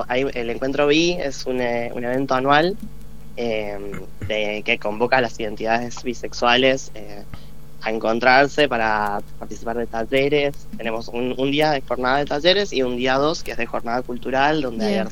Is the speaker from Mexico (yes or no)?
no; Mendoza, Argentina; moved away as an adult; soy de acá, viví en Mendoza hasta los 18 años y tengo 27.